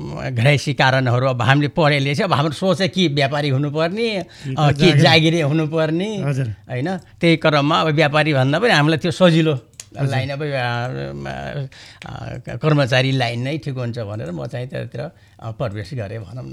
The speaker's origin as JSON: {"language": "Nepali", "town": "Ghorahi", "region": "Lumbini Province", "country": "Nepal", "tie": "born or raised there", "moved": "as an adult", "lives_now": "Banke, Nepal", "said": "मेरो जन्म चाहिँ दाङ, अहिले हाल घोराई उपमहानगरपालिका वडा नम्बर 12 हापुर भन्ने ठाउँमा मेरो जन्म भएको हो 2023 सालमा। र बाल्य जीवन पनि त्यहीँ बित्यो, शिक्षा दीक्षा पनि त्यहीँ बित्यो"}